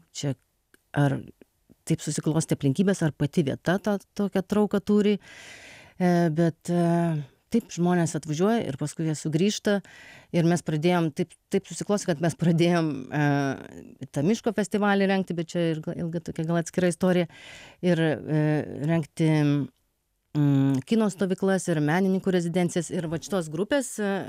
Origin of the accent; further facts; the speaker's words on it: Anykščiai, Utena County, Lithuania; also born or lived in abroad; Aš augau Anykščiuose.